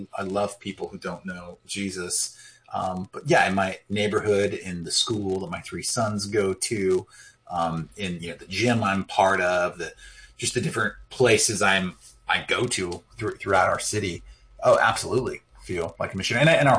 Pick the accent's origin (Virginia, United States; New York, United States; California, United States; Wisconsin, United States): California, United States; I'm from California, but the people that move here, they move here for work, right?